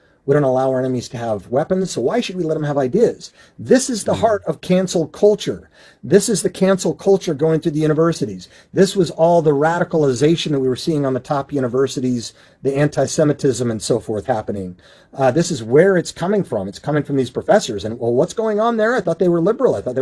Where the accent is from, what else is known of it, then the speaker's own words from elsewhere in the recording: Utah, United States; I was bathed in this stuff as a 7th generation Mormon growing up in Utah, became a skeptic, and then became a Christian in the traditional historical sense